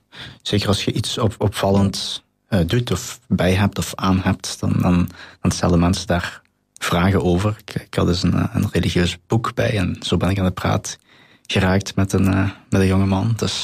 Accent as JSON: {"language": "Dutch", "town": "Bilzen", "region": "Limburg", "country": "Belgium", "said": "ik kom uit Bilze."}